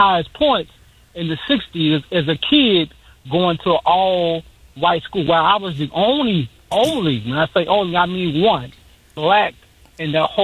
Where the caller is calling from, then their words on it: Chicago, Illinois, United States; I'm from your backyard, man. I'm from Wicker Park area.